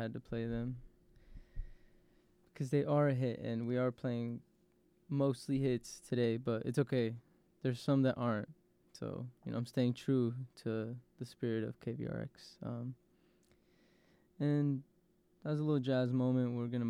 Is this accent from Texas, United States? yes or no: yes; Austin, Texas, United States; also born or lived in Garden Grove, California; Born in Cali, bred in Austin, Texas. I love it here.